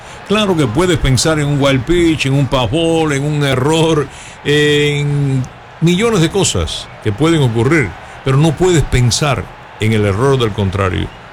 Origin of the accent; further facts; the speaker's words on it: Camajuaní, Villa Clara, Cuba; Yo soy de Camajuaní.